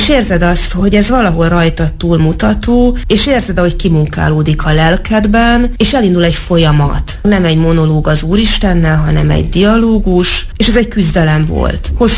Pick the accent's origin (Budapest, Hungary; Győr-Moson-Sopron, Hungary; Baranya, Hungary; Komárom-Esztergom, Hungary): Komárom-Esztergom, Hungary; Tatabánya; born there; now in Debrecen, Hungary; Tehát kvázi lehet azt mondani, hogy debreceni vagyok, de nem Debrecenben, hanem Tatabányán születtem. De hát debreceni alapvetően a család identitása.